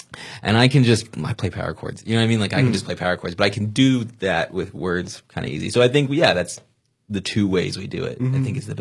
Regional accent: Huntington, West Virginia, United States; we're from Huntington, West Virginia.

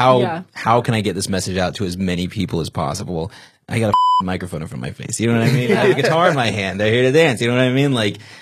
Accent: Huntington, West Virginia, United States; we're from Huntington, West Virginia.

